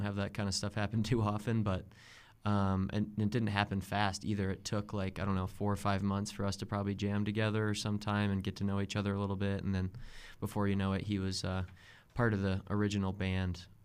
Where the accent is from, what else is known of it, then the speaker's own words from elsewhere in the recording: Michigan, United States; moved away as an adult; now in Colorado, United States; come from Michigan originally, and I've been out here in Colorado for 10 years now.